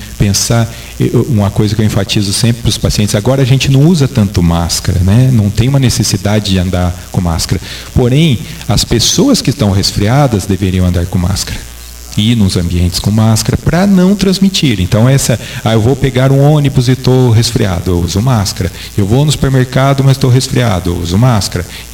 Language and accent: Portuguese; Espírito Santo do Pinhal, São Paulo, Brazil; Eu sou nascido e criado aqui em Pinhal